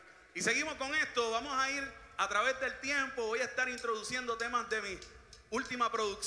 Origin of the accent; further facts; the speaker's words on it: Dorado, Puerto Rico; Yo tengo sangre isabelina también. Yo soy de Dorado, pero tengo sangre isabelina.